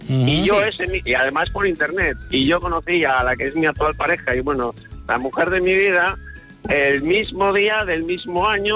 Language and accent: Spanish; Valladolid, Castile and León, Spain; born there; also born or lived in Galicia; llevo 30 años en Galicia, pero yo nací, digamos, que empiece en Valladolid.